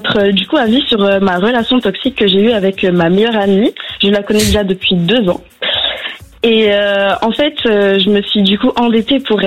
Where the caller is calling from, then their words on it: Bordeaux, Nouvelle-Aquitaine, France; Alors, j'ai 20 ans et je viens de Bordeaux.